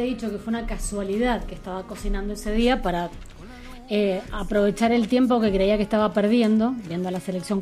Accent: Argentina; No, escuchame, ya estamos muy bien. Y no recordé lo que soy española, porque soy argentina.

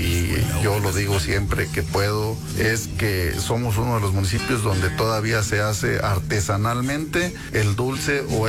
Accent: Pihuamo, Jalisco, Mexico; Piguamo somos de Jalisco, siempre hemos estado en Jalisco

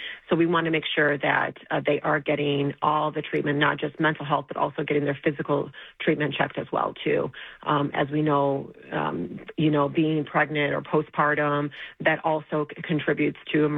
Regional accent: Albania; now in United States; Personally, myself, I am Albanian American, and my family and I immigrated here to the U.S. Altogether. We stayed in a refugee camp, and then we were sponsored in into the U.S.

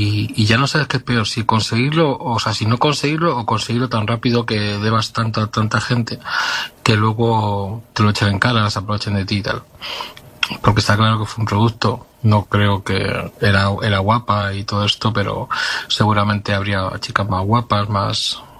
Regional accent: Madrid, Community of Madrid, Spain

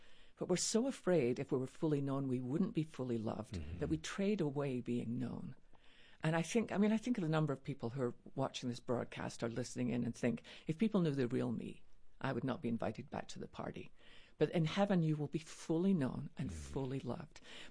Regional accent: Scotland, United Kingdom; born or raised there

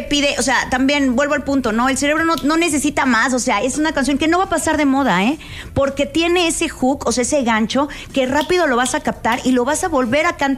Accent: Mexico; necesitamos decir sigo siendo el rey, pase lo que pase. Todos traemos ahí de repente nuestras cosas como país. Y qué bonito, qué bonito como latinoamericanos y como mexicanos.

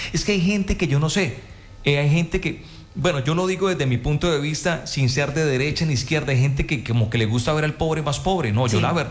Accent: Colombia; todos somos colombianos.

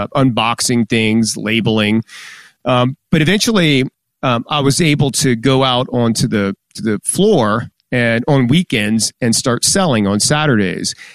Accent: Baton Rouge, Louisiana, United States; And then, you know, kind of growing up in Baton Rouge, everybody in my neighborhood was in a band.

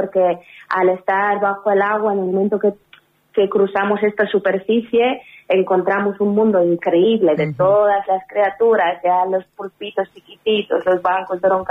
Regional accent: Bulgaria; moved away; porque yo soy, como ya dijimos … soy de Bulgaria

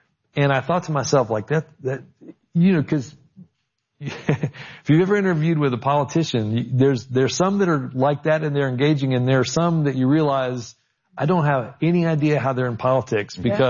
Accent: Alabama, United States; moved away; I'm from Alabama

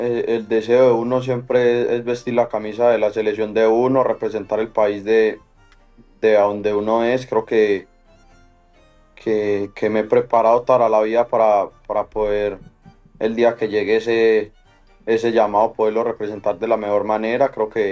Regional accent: Colombia; moved away as an adult; now in Brazil

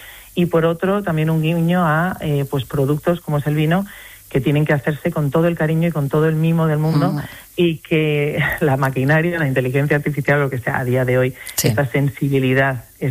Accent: La Rioja, Spain; born there; Yo, por otro lado, bueno, pues soy riojana de nacimiento, aunque bueno, yo creo que mi familia es muy del norte

